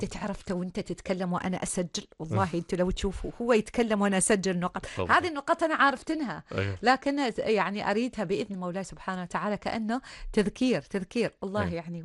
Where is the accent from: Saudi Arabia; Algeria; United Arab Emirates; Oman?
Oman; احنا تو عمانيين